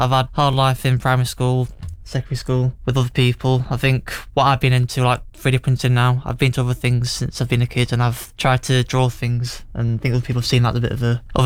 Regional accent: Worksop, East Midlands, United Kingdom; I'm from Worksop

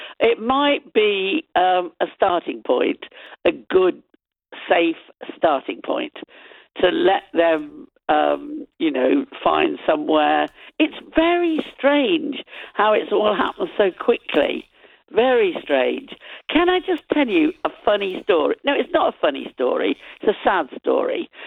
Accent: United Kingdom; But we're British, so we do have a way of handling things.

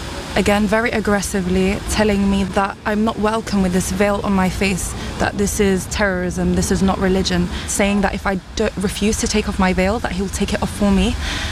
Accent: London, United Kingdom; I was born and raised in London and I've always felt safe wearing the hijab

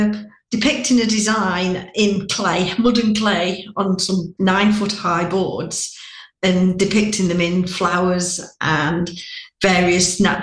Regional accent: Tissington, East Midlands, United Kingdom; Well, I was brought up in Tizington

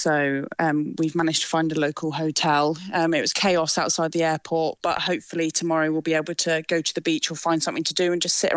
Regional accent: London, United Kingdom; We're from London, but I work in Portsmouth.

